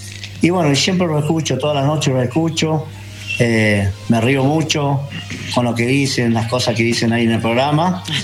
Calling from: Guanchín, La Rioja, Argentina; Bueno, este audio estoy haciendo de mi pueblo Guanchina, 20 kilómetros de Chilecito a La Rioja.

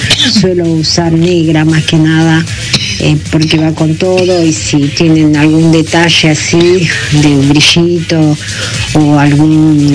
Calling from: Morón, Buenos Aires Province, Argentina; de Morón.

